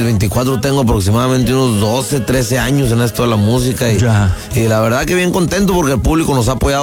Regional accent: Michoacán, Mexico; Es un pueblito de por allá de la zona de Michoacán, por allá, ahí en Tierra Caliente, orgullosamente venimos de por allá

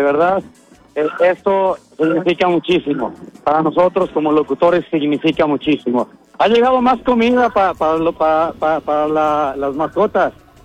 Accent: Mexico; me siento tan orgulloso de esta comunidad, no solamente de mi pueblo mexicano

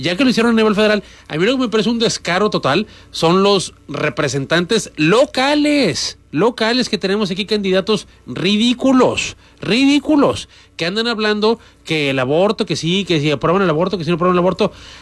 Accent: Mexico

